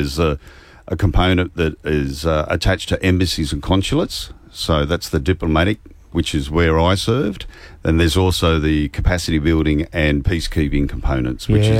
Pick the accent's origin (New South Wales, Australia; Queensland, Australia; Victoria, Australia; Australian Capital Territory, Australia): New South Wales, Australia; Sydney; because I'm from Sydney